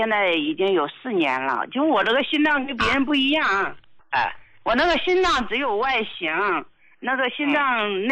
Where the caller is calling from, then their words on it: Hebei, China; 今年72了